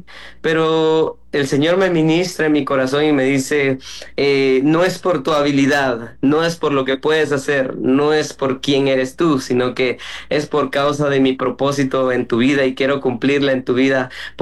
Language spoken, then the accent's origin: Spanish; Guatemala; now in Miami, United States; Sí, soy de Guatemala, pero radico en Miami ahora.